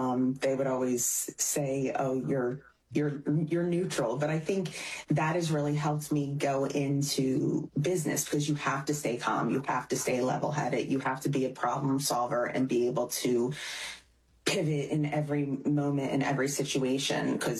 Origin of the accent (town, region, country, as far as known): Hamilton, New Jersey, United States; born or raised there